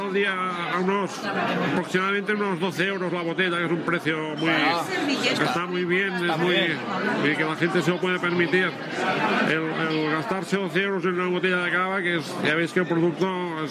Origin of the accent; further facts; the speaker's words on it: Subirats, Catalonia, Spain; Nosotros somos del Alt Penedès, estamos en el municipio de Subirats, que es el segundo municipio más grande de Cataluña